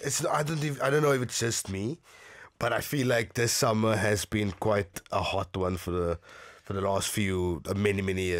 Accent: South Africa; as a South African

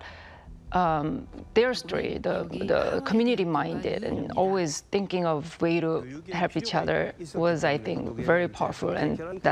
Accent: Seoul, South Korea; moved away as an adult; also born or lived in Hawaii; I grew up right here in Seoul, and it's 5 minutes from this very studio.

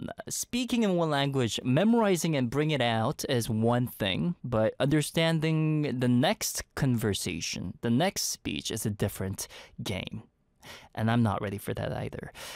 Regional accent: Montreal, Quebec, Canada; English is a second language; because I actually was raised in a city called Montreal, Canada. It's the biggest city in the province of Quebec, which is a bilingual province. French is actually the first language over there.

